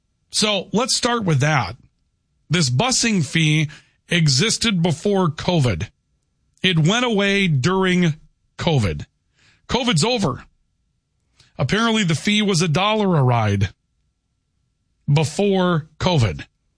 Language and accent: English; Minnesota, United States